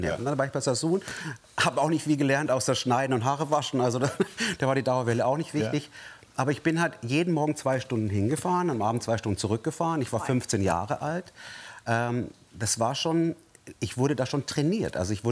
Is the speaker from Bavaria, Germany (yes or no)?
yes; Bavaria, Germany; Also ich komme aus Bayern